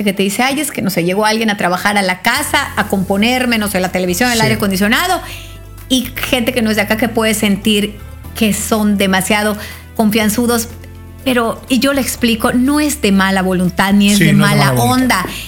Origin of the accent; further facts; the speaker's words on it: Mexico; Y es increíble porque dices, somos de México.